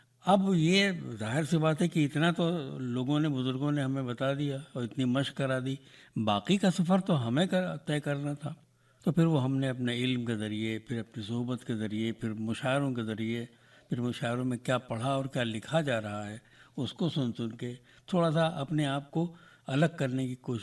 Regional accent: Balrampur, Uttar Pradesh, India; born there; now in Gorakhpur, India; मैं बलरामपुर में पैदा हुआ

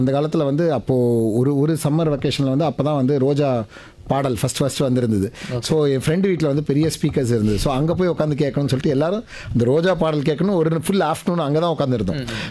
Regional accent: Chennai, Tamil Nadu, India; இதே சென்னையில் தான் வளர்ந்தேன் நான்

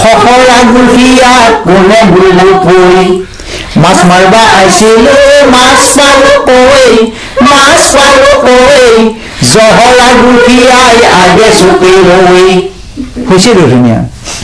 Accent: Deoman, Assam, India; এতিয়া মই মোৰ ঘৰ য'ত সেই ঠাইখনৰ নাম হৈছে দেওমন, গতিকে এই দেওমনৰে কথা আছে অকণমান।

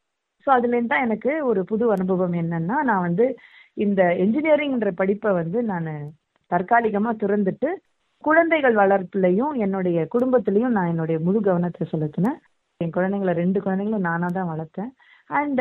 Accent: Chennai, Tamil Nadu, India; நான் சென்னையில் இருக்கேன். பிறந்து வளர்ந்தது எல்லாமே சென்னையில் தான். என்னுடைய பூர்வீகம் பார்த்தீங்கன்னாக்கா எங்கள் அப்பா அம்மாவுடைய பூர்வீகம் தான் சென்னையை விட்டு வெளியில்

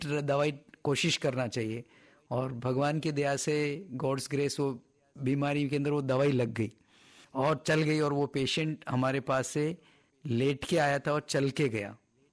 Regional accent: Rajasthan, India; तो ऐसे आपको मैं एग्जांपल देता हूँ कि मैं राजस्थान का रहने वाला हूँ

